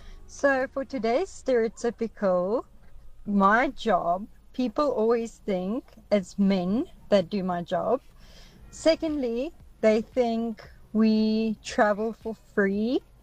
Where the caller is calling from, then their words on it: Lanseria, Gauteng, South Africa; Lanseria.